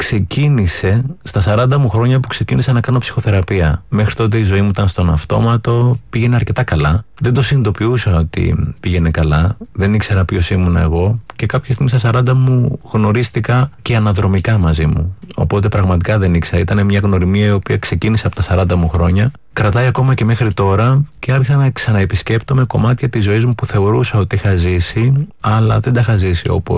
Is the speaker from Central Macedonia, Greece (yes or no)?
no; Athens, Attica, Greece; moved away as an adult; Γεννήθηκα στην Αθήνα. Οι γονείς μου καταγόνται από Τυχείο. Μεγάλωσα στην Αθήνα.